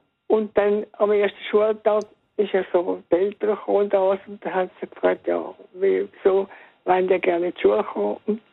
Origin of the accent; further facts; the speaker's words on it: Andelfingen, Zurich, Switzerland; In Andelfingen, im Wieland, also relativ nahe an der deutschen Grenze.